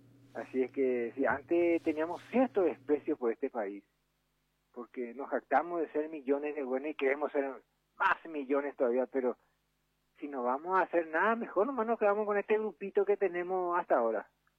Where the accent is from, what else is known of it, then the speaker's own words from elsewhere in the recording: Paraguay; Yo, como paraguayo